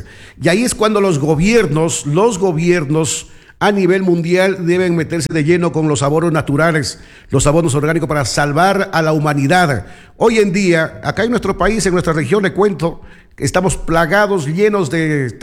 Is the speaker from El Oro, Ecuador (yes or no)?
no; Loja, Ecuador; acá en Ecuador y en Loja, mi tierra linda